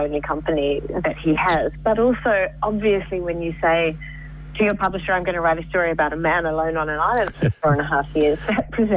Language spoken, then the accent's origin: English; Tasmania, Australia; I grew up on Lutruwita, Tasmania.